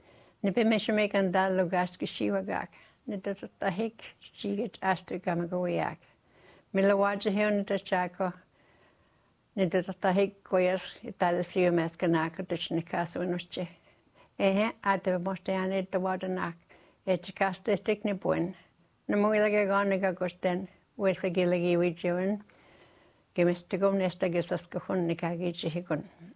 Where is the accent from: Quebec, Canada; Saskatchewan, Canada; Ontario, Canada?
Ontario, Canada; Moosonee; first language Cree; English is a second language; also born or lived in English River; I guess I was raised in Moosonee, but I was born in a place called English River.